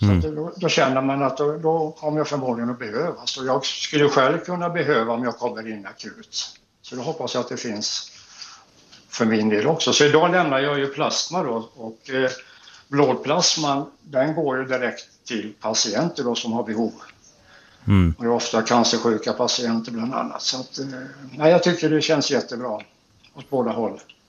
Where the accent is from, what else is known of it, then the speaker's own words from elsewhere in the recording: Gothenburg, Västra Götaland County, Sweden; Som göteborgare så heter det då surströmming.